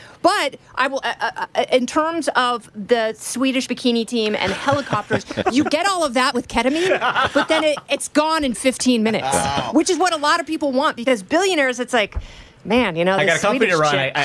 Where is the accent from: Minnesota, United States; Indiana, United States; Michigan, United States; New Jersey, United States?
Indiana, United States; Yes. I am a Hoosier.